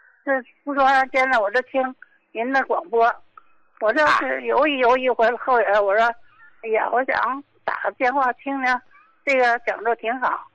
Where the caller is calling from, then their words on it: Qinhuangdao, Hebei, China; 我是秦皇岛的，我今年68了。